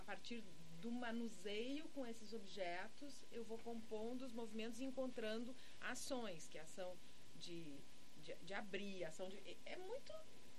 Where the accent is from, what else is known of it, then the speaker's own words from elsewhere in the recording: Ijuí, Rio Grande do Sul, Brazil; Eu sou de Ijuí.